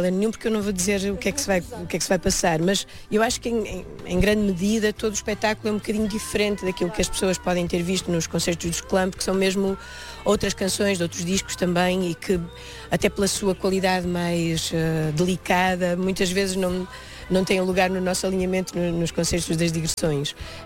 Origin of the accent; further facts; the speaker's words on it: Portugal; accent: Portuguese; o nosso sotaque às vezes comparado com o nosso país irmão brasileiro pareça às vezes mais árido e mais tímido